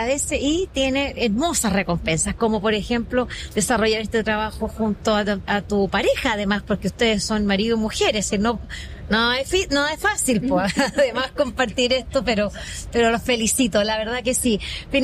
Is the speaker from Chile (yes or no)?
yes; Chile; nuestra memoria como chilenos